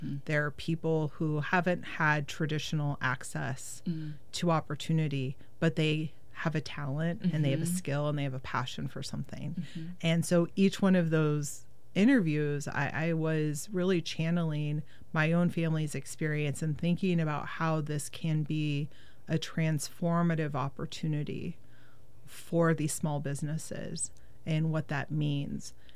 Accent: Lake Lobish, Oregon, United States; my first, like, 4 years of childhood were spent in this area called Lake Lobish. It was north of Silverton, and my parents purchased this house without indoor plumbing

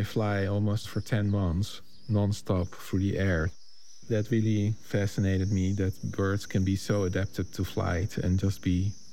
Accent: Haarlem, North Holland, Netherlands; born or raised there

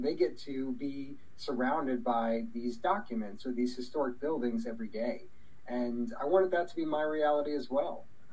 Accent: Virginia, United States; moved away as an adult; also born or lived in Seattle; now in Astoria, United States; I grew up in Virginia.

